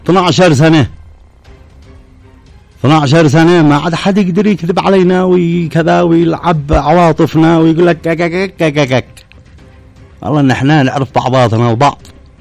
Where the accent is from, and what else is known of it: Yemen